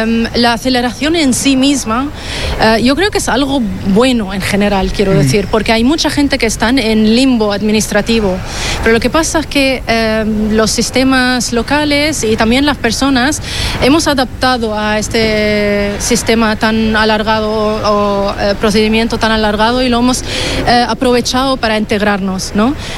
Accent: Syria; de nuestros países, yo soy de Siria, personas LGTBI ya no son protegidos

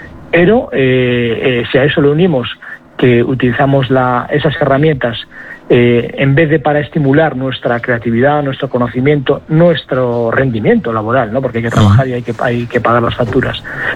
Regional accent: Galicia, Spain; me acuerdo paseando por la playa ahí en Galicia, en mi tierra

